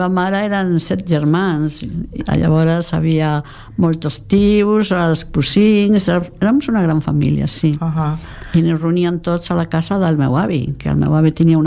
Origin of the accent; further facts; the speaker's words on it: Petín, Galicia, Spain; born there; moved away; El meu poble és Petín de Valdeorras.